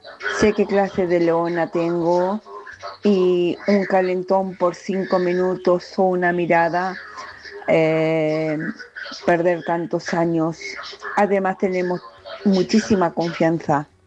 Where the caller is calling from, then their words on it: Sabadell, Catalonia, Spain; Somos de Sabadell.